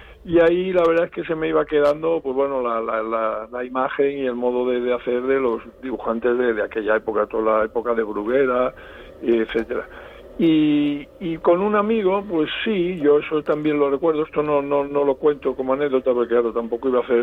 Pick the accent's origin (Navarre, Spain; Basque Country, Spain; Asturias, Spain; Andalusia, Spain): Andalusia, Spain; Carmona; born there; yo empecé un poco allí en Carmona, pues a los 13 años